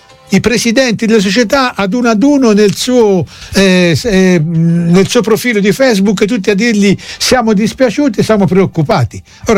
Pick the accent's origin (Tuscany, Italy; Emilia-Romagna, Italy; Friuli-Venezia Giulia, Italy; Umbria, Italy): Tuscany, Italy; Pescaiola; io che sono di Pescaiola, no, perché no, sarei troppo lontano.